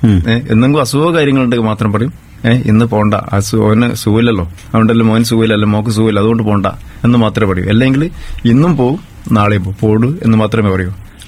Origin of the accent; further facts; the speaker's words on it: Malur, Kerala, India; വീട് മാലൂരാണ്, മാലൂർ കപ്പറ്റപ്പയിൽ.